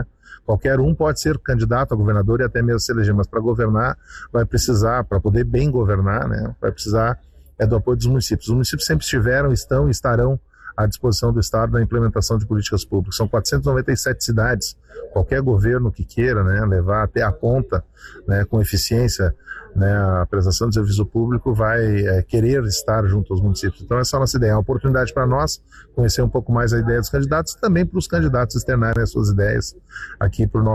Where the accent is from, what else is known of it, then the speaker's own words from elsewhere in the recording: Imbé, Rio Grande do Sul, Brazil; eu sou de Imbé, que é a menor cidade em território do litoral, né? São 39 quilômetros quadrados apenas. E um fato curioso, a gente tem em torno de 31, 32 mil habitantes fixos, né? E que nos picos de temporada a gente passa de 300 mil habitantes.